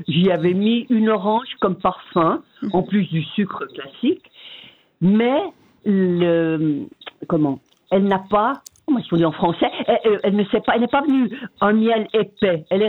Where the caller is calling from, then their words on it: Corsier-sur-Vevey, Vaud, Switzerland; Des Monts de Corsier.